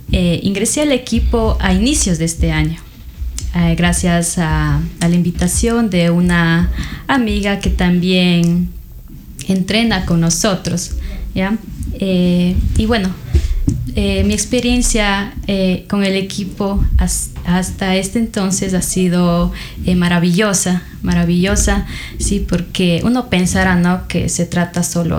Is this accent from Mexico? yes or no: no; Biblián, Cañar, Ecuador; born there; Yo soy de Biblián